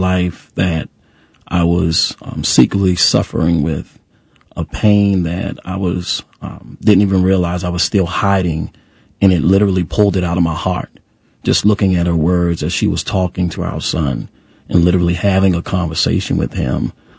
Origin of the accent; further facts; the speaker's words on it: Baltimore, Maryland, United States; I wasn't raised in church as a child. Born and raised in Baltimore